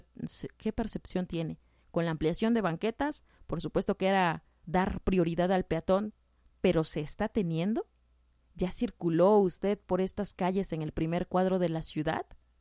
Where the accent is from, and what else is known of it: Oaxaca, Mexico